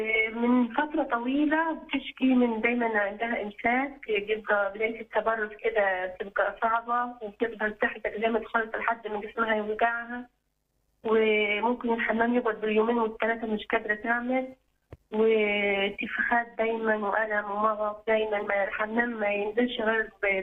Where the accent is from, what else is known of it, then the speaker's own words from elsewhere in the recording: Upper Egypt, Egypt; يعني انا من الصعيد.